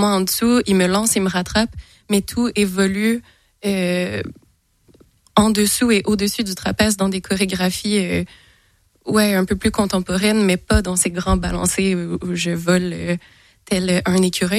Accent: Châteauguay, Quebec, Canada; moved away as an adult; also born or lived in Montreal; now in Besançon, France; Châteauguay, j'ai quand même grandi devant la rivière

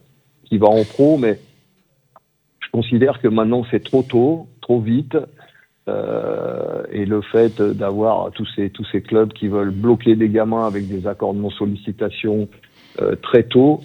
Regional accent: Île-de-France, France; je connais très bien le Val-d'Oise, puisque je suis originaire moi-même du Val-d'Oise. Donc, j'ai joué dans les clubs de la région, Cosmo de Taverny, Saint-Prix, Hermonde

